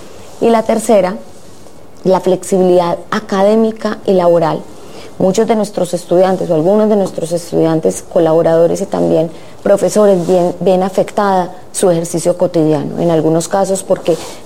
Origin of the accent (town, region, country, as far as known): Colombia